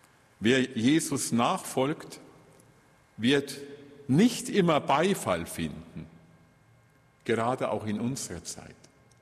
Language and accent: German; Kronach, Bavaria, Germany; born there; Ich bin ja in der Nähe von Bamberg geboren, in Kronach.